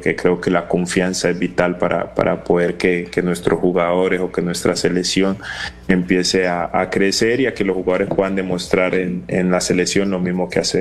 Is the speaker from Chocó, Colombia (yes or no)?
no; Cali, Valle del Cauca, Colombia; Soy caleño y me encanta la salsa, espero poder dejar ese toque salsero acá y que también puedan recordar esa linda cultura que tenemos.